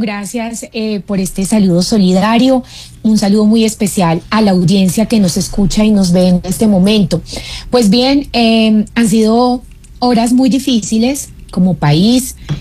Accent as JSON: {"language": "Spanish", "town": "Bogotá", "region": "Bogotá D.C.", "country": "Colombia", "said": "Yo soy de Bogotá, pero digamos que tengo familia en Medellín. Mi mamá es de Manizales."}